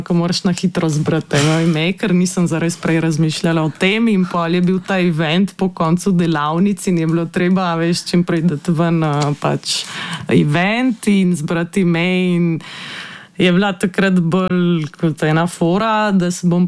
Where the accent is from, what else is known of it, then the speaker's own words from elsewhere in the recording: Trieste, Friuli-Venezia Giulia, Italy; now in Ljubljana, Slovenia; Ne, ker sem se preselila v Ljubljano in oni imajo vaje v Trstu, ker sem iz Trsta doma.